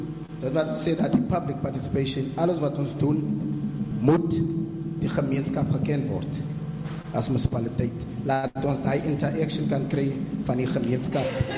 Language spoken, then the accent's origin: Afrikaans; Hessequa, Western Cape, South Africa; woonachtig in Konigetula. Ek is een inwoner van Hessequa. Ek gaan maar Afrikaans praat.